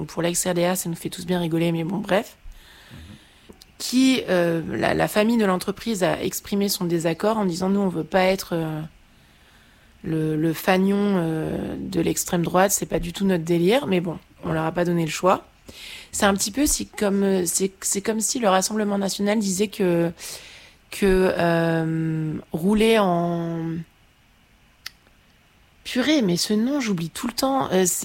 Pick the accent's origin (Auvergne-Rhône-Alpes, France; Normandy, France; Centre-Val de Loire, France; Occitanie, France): Normandy, France; Caen; C'est que moi, je viens de Caen, en fait.